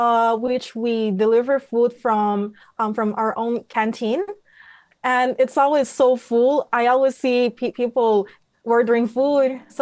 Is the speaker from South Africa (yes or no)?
no; Mozambique; moved away as an adult; now in Beijing, China; I'm from Mozambique, and I'm currently studying in Beijing in Communications University of China.